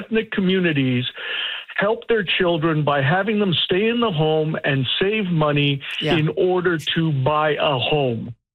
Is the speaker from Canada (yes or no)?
yes; Toronto, Ontario, Canada; moved away as an adult; now in Newmarket, Canada; we were living in downtown Toronto, and I'm born and raised in downtown Toronto.